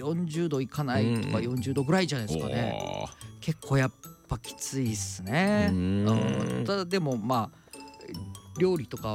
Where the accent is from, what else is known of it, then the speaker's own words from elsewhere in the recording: Okinawa, Japan; moved away; でまあ沖縄出身なんで